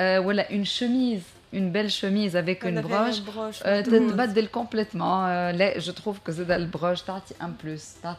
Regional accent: Tunisia

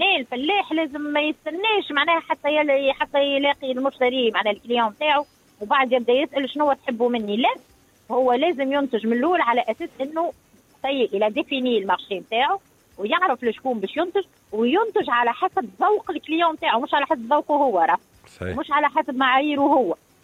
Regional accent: Tunisia; انا نقولهم انا جسوي تونيزيا انا تونسية ونحب بلادي ونحب ناكل من خيرات بلادي

